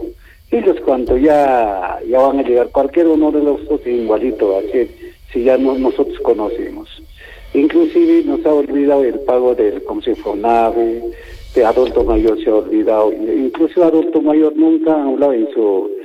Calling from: Peru; Somos peruanos por algo blanco y rojo

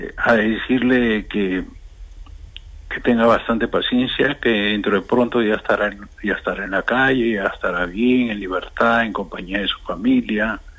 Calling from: Lima, Peru; Yo soy de Lima.

